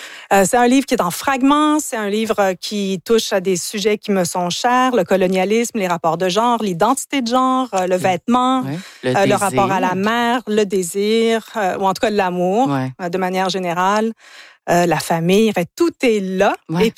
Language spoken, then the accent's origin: French; Ontario, Canada; first language English; French is a second language; also born or lived in United States / England; Moi, je suis franco-ontarienne au départ, donc j'ai grandi dans l'univers anglophone. J'ai vécu aux États-Unis, en Angleterre. Donc, l'anglais, c'est un peu ma langue maternelle d'une bizarre façon.